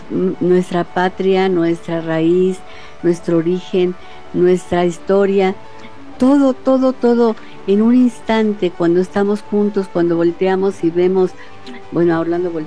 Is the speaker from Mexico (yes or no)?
yes; Mexico; México es México, nuestra raíz, nuestra patria.